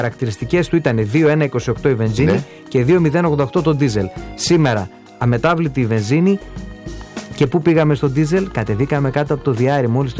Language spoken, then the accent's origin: Greek; Crete, Greece; τον τόπο μου